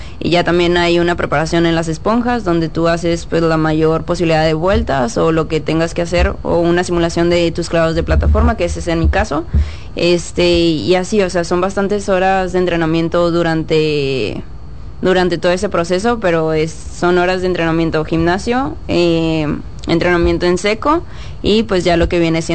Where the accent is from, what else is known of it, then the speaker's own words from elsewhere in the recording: Dominican Republic; Pero para mí, como quiera, yo soy dominicana 100%, a pesar de ese tipo de comentarios.